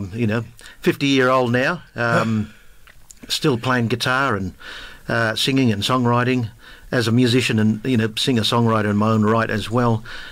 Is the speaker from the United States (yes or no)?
no; Ceduna, South Australia, Australia; Yeah, from South Australia, a little country town. I was born there. Sejuna on the west coast.